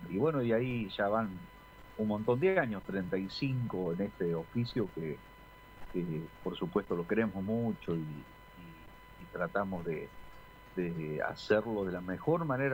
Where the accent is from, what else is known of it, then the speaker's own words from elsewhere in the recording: Rauch, Buenos Aires Province, Argentina; now in Ayacucho, Argentina; nosotros estamos acá en Ayacucho desde el año 83, 84. Pero criamos ahí en... Yo nací en Rauch por razón que mi viejo iba una vez por mes al pueblo.